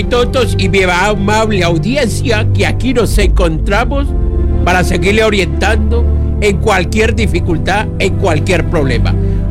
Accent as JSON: {"language": "Spanish", "country": "Mexico", "said": "para servirle a mi pueblo mexicano que sufre, que llora"}